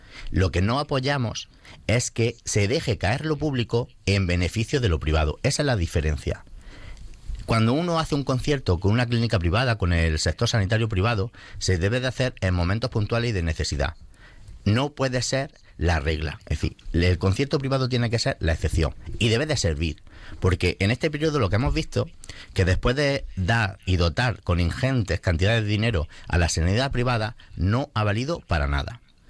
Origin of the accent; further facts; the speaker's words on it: Terque, Andalusia, Spain; Por eso no me voy de mi pueblo